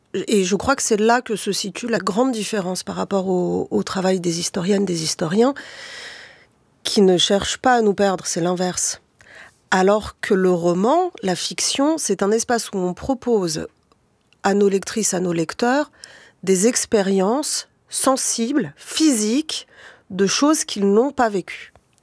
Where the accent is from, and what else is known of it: Paris, Île-de-France, France